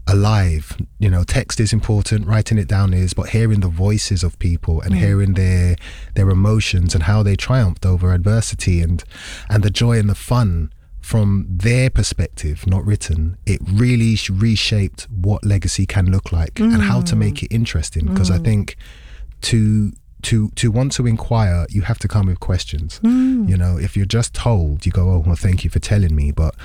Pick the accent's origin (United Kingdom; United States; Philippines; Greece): United Kingdom; I'm British, but I'm also Caribbean.